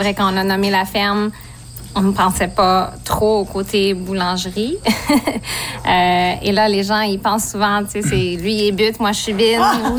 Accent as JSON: {"language": "French", "town": "Ottawa", "region": "Ontario", "country": "Canada", "said": "Moi, je viens d'Ottawa, donc c'est quand même un peu plus loin de ma famille"}